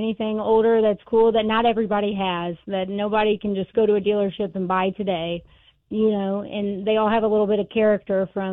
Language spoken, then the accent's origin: English; Whiteland, Indiana, United States; now in Clarksville, United States; I'm originally from Whiteland, Indiana, and then now I live in Clarksville, Indiana, where I live with my husband, Bo.